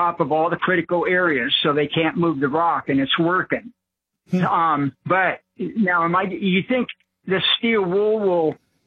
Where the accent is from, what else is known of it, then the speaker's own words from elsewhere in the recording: California, United States; I'm from California all my life. I never had the problem. But living in the desert, beautiful area, high desert